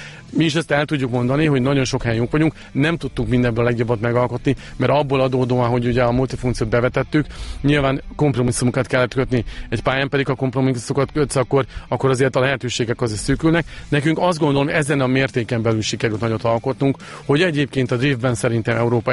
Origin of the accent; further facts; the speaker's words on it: Nyíregyháza, Szabolcs-Szatmár-Bereg, Hungary; Nyíregyháziként ugye ott nem volt jelen nagyon az a sport